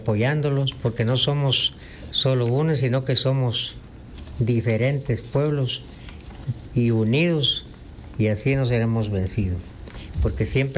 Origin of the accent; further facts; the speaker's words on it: Ch'orti' area, Guatemala; No somos venidos de otro planeta. Entonces somos siempre ciudadanos guatemaltecos